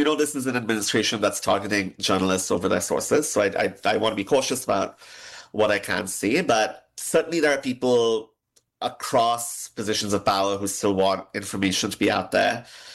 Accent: Pakistan; now in United States; I grew up in Pakistan in the 90s and 2000s

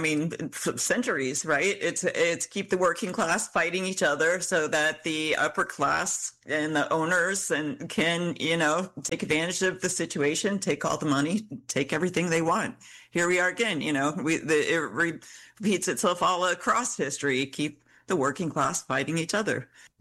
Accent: the South, United States; I'm from the South. My family's from there.

